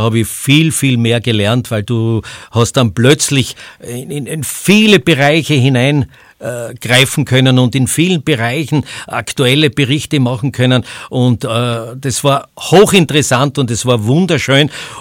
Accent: Styria, Austria

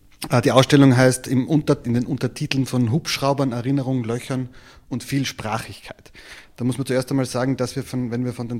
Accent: Austria; Und das sind Dinge, die man nicht weiß als Österreicher. Und da war es für mich wichtig, was feiern wir wirklich als Österreicher?

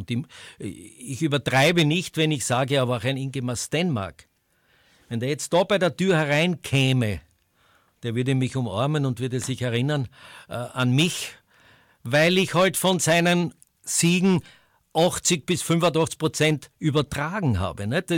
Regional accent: Graz, Styria, Austria; Als erstes habe ich ja Fußball gemacht, als Grazer bevor ich dann hinaus in die weite Welt durfte

